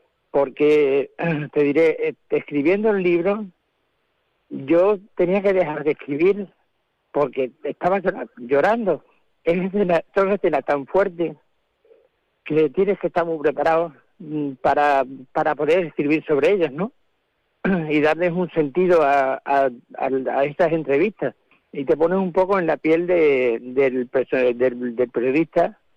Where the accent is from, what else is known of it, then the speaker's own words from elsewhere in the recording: Badajoz, Extremadura, Spain; born there; Y yo, como soy de aquí, de Badajoz, nací aquí en Badajoz